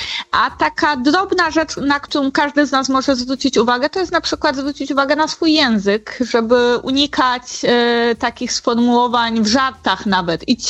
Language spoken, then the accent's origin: Polish; Rybnik, Silesian Voivodeship, Poland; Ja się wychowywałam w zasadzie kawałeczek od szpitala psychiatrycznego w Rybniku